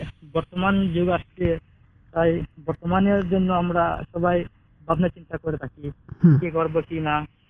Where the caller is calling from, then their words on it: Badripar, Assam, India; আমি আসাম কাছাড় জেলা থেকে বলছি … আর আমার গ্রামের নাম বাদ্রীপাড়।